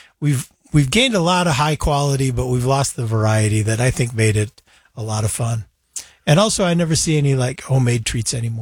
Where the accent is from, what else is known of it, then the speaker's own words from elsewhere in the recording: Salt Lake City, Utah, United States; maybe this is just me defending my hometown, but when I saw this safehome.org promoting Salt Lake as one of the five most dangerous places to trick or treat